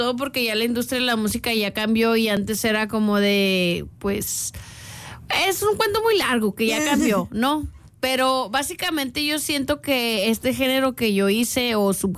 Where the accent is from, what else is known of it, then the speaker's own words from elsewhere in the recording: Hermosillo, Sonora, Mexico; Sí, soy de Hermosillo, Sonora.